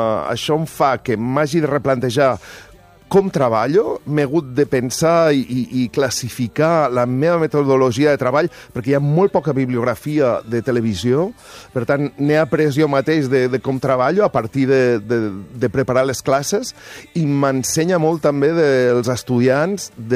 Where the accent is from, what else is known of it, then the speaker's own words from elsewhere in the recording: Móra d'Ebre, Catalonia, Spain; now in Barcelona, Spain; Sí, sóc molt de Mora, sóc molt de poble, encara que faci molts anys que vinc a Barcelona. Barcelona m'encanta, però sempre seré de Mora